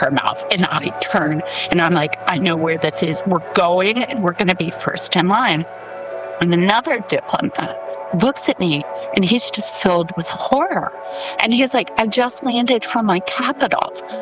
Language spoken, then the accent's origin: English; United States; I'm from the United States.